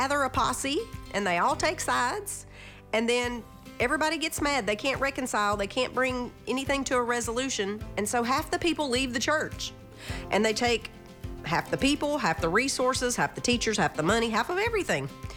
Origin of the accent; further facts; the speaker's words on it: the South, United States; now in Tennessee, United States; I had never even met a priest. I'm from the South. I live in Tennessee. And so Catholicism is a really, really small minority. And it's mostly fundamentalist Baptist churches, or fundamentalist churches anyway.